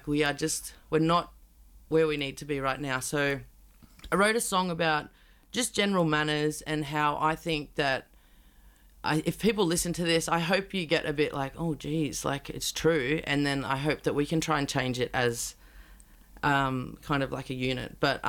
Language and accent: English; Surfers Paradise, Queensland, Australia; I grew up in Surfers Paradise.